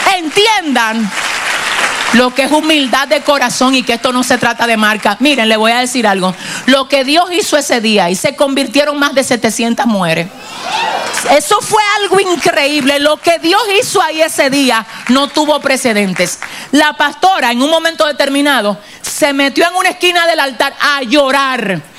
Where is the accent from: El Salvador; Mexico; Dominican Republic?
Dominican Republic; Sabana Perdida, Santo Domingo; yo vengo de Sabana Perdida a la ciudad